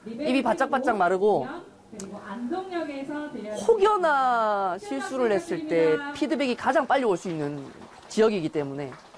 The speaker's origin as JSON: {"language": "Korean", "town": "Namhae", "region": "South Gyeongsang", "country": "South Korea", "tie": "born or raised there", "moved": "yes", "lives_now": "Seoul, South Korea", "said": "내 고향 이 남해"}